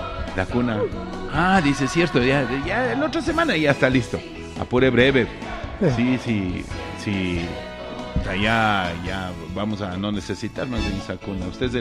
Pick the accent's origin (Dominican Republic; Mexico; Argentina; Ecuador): Ecuador; Nosotros somos ecuatorianos